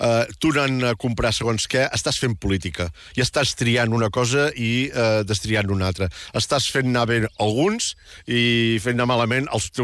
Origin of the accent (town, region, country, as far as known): Catalonia, Spain